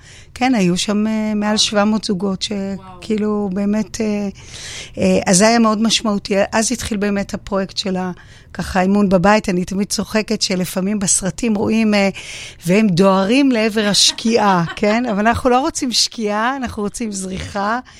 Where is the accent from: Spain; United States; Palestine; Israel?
Israel; Jerusalem, Jerusalem District; born there; now in Haifa, Israel; אני תושבת חיפה. מאוד אוהבת את חיפה. נולדתי בירושלים, אבל אני תושבת חיפה.